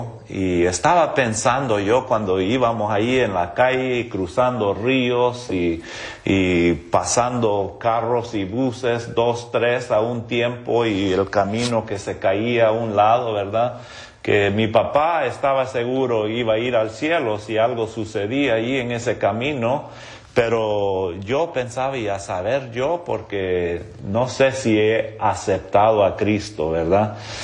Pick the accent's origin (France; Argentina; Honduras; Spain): Honduras; Spanish is a second language; now in United States; Sí, bueno, yo me crecí en Honduras, Centroamérica, y por eso sé un poquito de español.